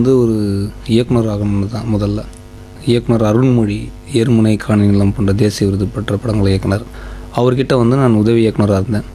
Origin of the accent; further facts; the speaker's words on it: India; also born or lived in Kanchipuram; now in Chennai, India; நான் கிராமத்தில் பிறந்து வளர்ந்தவன், படித்தது நகரத்தில் காஞ்சிபுரம், இப்போ வாழ்ந்துட்டு இருக்கிறது சென்னை மாநகரம்.